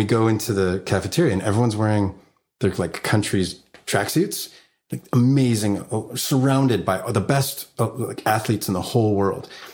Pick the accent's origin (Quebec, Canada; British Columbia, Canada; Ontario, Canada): British Columbia, Canada; Vancouver; I'm from Vancouver